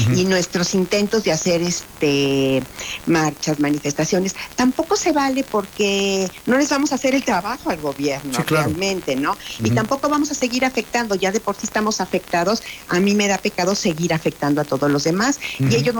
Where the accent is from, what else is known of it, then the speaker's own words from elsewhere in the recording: Mexico; Y me siento como mexicana tan impotente.